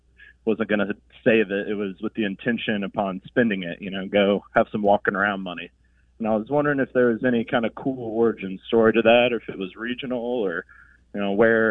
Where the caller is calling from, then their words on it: Nashville, Tennessee, United States; I'm calling from Nashville, Tennessee.